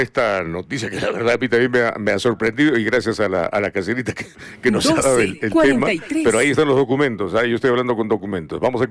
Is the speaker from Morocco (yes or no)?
no; Arequipa, Peru; Que mucha gente cree que somos tontos, los arequipeños